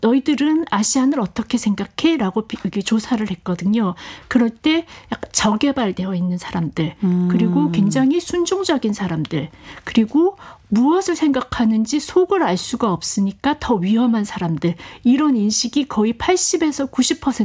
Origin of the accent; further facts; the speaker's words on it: South Korea; moved away as an adult; now in Germany; 다른 한국인 뭐 유학생 이주자들이 지하철이나 거리에서 공격을 당하는 사례들이 곧잘 이렇게 이제 나왔기 때문에 저도 밖에 나갈 때는 검은 머리를 보이지 않도록